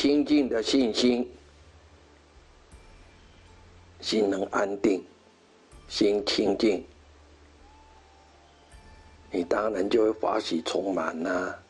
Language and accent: Chinese; Taiwan; 我们台湾人呢、啊、不错，很喜欢布施，很喜欢做善事，很慷慨